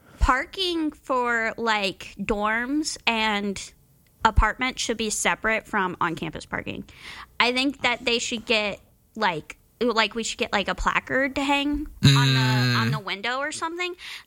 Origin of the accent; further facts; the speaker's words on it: Springfield, United States; moved away; I am from Springfield